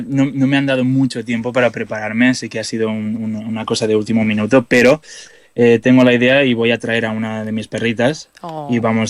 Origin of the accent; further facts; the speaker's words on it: Catalonia, Spain; moved away as an adult; now in Finland; yo soy de Cataluña